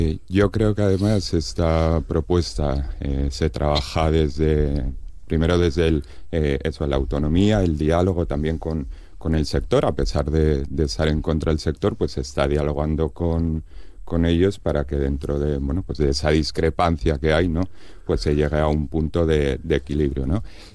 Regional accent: Llanes, Asturias, Spain; Yo que soy de Llanes, ¿no?, entonces conozco muy bien la presión

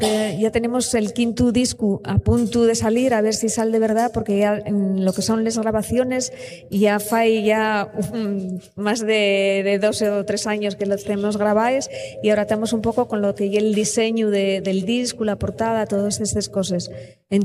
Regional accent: Pimiango, Asturias, Spain; porque venimos de Pimiango, del oriente de Asturias.

